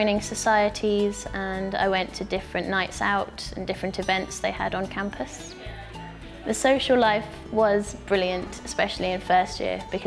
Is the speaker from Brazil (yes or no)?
no; Northampton, East Midlands, United Kingdom; moved away as an adult; now in Brighton, United Kingdom; I'm from Northampton originally, but I moved to Brighton to study at university because it's exciting.